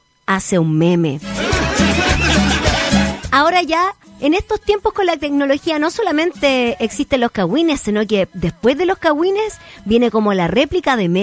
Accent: Chile; somos cagüineros los chilenos

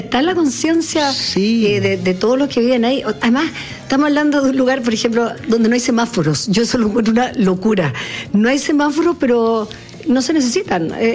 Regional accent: Chile; no puede ser que uno como chileno

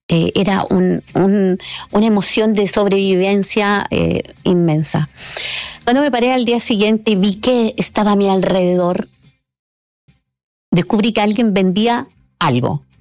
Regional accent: Parral, Maule, Chile; now in Bajos de Mena, Chile; nacida y criada en Parral, transformada en Bajos de Mena.

